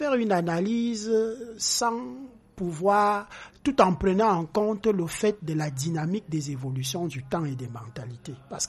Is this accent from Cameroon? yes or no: yes; Cameroon; en tant que Camerounais